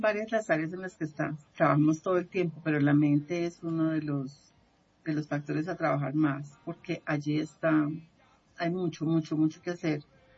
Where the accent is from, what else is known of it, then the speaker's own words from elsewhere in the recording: Neiva, Huila, Colombia; born there; moved away as an adult; now in Medellín, Colombia; Yo soy del Huila, nací en el Huila y amo mi tierra también